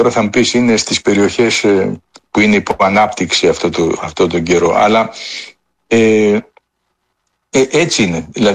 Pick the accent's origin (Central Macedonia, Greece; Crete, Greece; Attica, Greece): Attica, Greece; Athens; Εγώ πιτσιρικά θυμάμαι που μεγάλωσα στην Αθήνα, υπήρχαν περίοδοι που καίγαν τα πόμολα